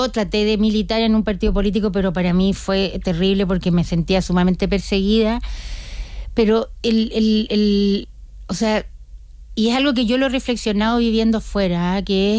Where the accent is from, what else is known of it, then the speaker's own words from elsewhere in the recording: Chile; Entonces, yo me crié como en Chile, pero con toda una cosa de rituales.